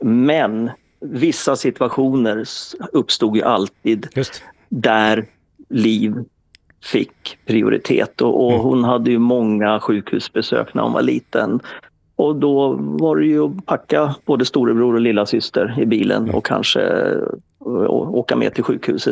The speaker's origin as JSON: {"language": "Swedish", "town": "Täby", "region": "Stockholm County", "country": "Sweden", "tie": "born or raised there"}